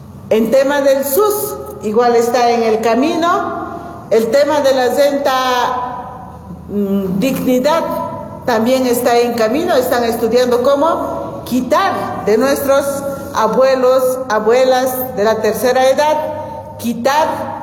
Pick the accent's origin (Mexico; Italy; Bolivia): Bolivia